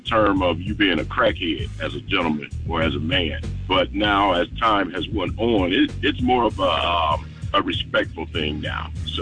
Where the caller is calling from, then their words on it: Toledo, Ohio, United States; this is … from Toledo, Ohio